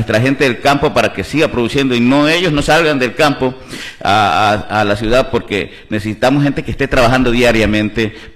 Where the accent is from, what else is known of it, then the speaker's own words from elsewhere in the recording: Tosagua, Manabí, Ecuador; nací en Socosoco, de bachillero, mi lindo Tosagua. He estado en muchas funciones, pero jamás he abandonado mi pueblo, vivo en mi pueblo.